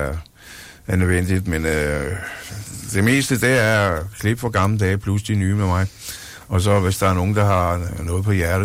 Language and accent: Danish; Greve Strand, Zealand, Denmark; moved away as an adult; also born or lived in Rødovre, Denmark; now in Jutland, Denmark; Jeg er født i Rødovre, ude fra København. Og så er jeg vokset op ved Greve Strand.